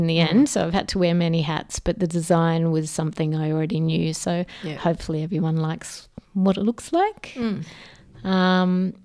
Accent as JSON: {"language": "English", "town": "Melbourne", "region": "Victoria", "country": "Australia", "moved": "yes", "said": "I'm originally from Melbourne."}